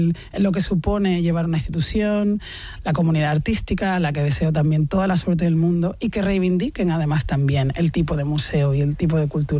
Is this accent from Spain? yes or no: yes; Canary Islands, Spain; accent: Canarian; also born or lived in Córdoba; Sí. Yo es que me siento muy canaria. Cordobesa también